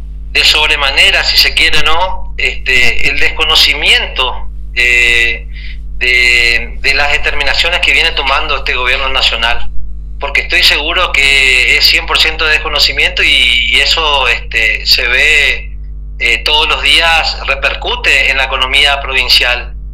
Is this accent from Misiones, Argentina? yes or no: yes; Oberá, Misiones, Argentina; porque yo soy de Oberá